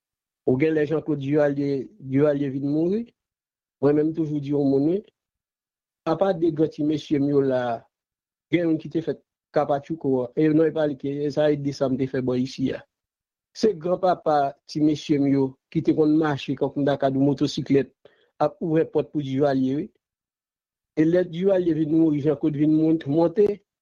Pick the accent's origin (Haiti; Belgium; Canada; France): Haiti; now in United States; je suis citoyen américain, et nationalité, je suis haïtien.